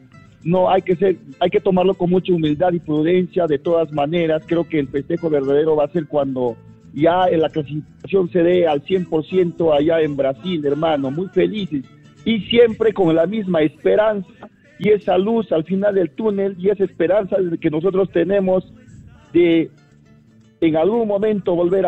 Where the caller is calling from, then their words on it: Anta Province, Cusco, Peru; Un saludo fraterno acá desde la provincia de Anta, departamento del Cusco.